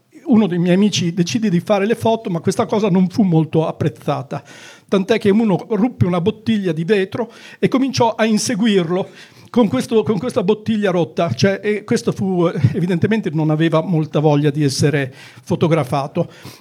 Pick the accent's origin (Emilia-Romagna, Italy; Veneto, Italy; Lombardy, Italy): Emilia-Romagna, Italy; Imola; Avevo 24 anni. Sono di Imola, e anche questo qualcuno lo sa.